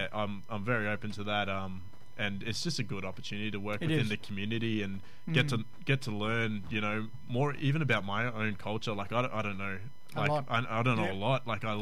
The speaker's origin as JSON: {"language": "English", "town": "Cairns", "region": "Queensland", "country": "Australia", "tie": "born or raised there", "said": "born and raised in Cairns, grew up here."}